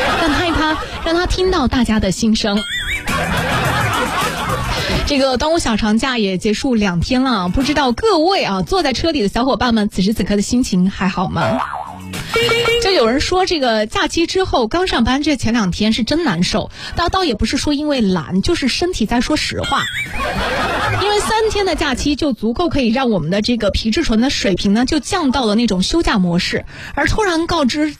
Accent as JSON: {"language": "Chinese", "town": "Xuzhou", "region": "Jiangsu", "country": "China", "said": "咱们徐州人的个性就是这样"}